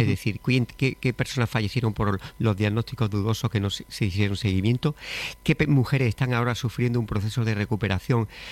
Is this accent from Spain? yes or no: yes; Andalusia, Spain; Bueno, yo soy más andaluz y más de pueblo que la amapola